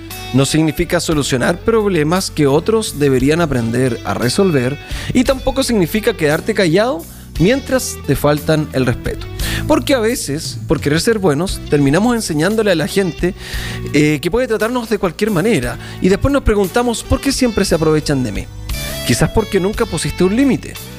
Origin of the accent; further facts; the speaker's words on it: Iquique, Tarapacá, Chile; also born or lived in Santiago; Yo me crié allá, claro. Yo nací en Santiago, pero viví seis años hasta los 17 vivía allá en Iquique.